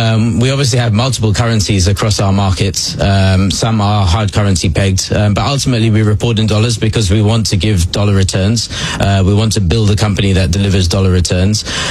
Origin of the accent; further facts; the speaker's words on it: London, United Kingdom; I'm from London.